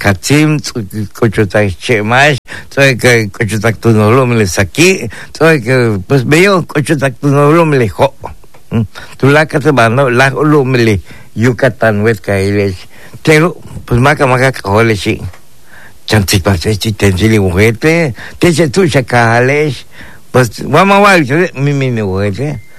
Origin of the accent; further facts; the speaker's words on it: Yucatán, Mexico; also born or lived in Quintana Roo; Yo soy orgullosamente yucateco, dignamente quintanarroense.